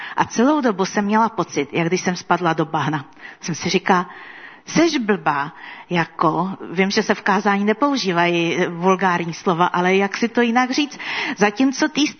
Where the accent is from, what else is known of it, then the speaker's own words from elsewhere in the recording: Prague, Czechia; Jednou jsem jela metrem, což není zase tak zvláštní věc, protože já jsem z Prahy.